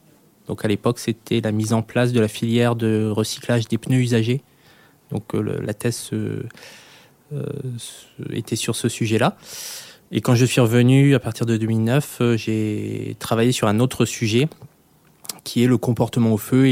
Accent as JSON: {"language": "French", "region": "Hauts-de-France", "country": "France", "also_born_or_lived": "Reims / Roubaix / Lyon", "moved": "as an adult", "lives_now": "Alès, France", "said": "je suis Picard à l'origine. J'ai fait mes études supérieures à Reims, puis à Roubaix, à l'école textile d'ingénieur. Et ensuite, je suis venu à Alès faire ma thèse"}